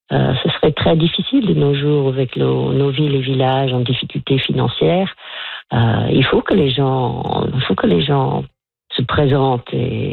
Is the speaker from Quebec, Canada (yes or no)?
no; Nova Scotia, Canada; born there; now in Annapolis Royal, Canada